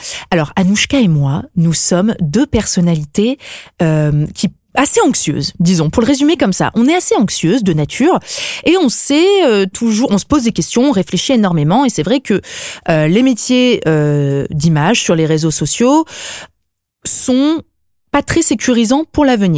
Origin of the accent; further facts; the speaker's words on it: La Rochelle, Nouvelle-Aquitaine, France; La Rochelle, qui est ma ville natale, que j'adore.